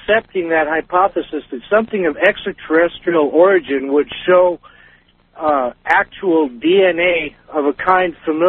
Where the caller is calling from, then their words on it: Los Angeles, California, United States; I'm calling from Los Angeles.